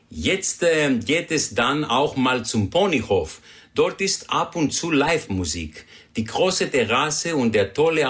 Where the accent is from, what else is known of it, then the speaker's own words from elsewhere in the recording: Greece; moved away; also born or lived in Oberstaufen; Also, als Grieche bin ich nicht der Skifahrer, sondern eher der gemütliche Wanderer.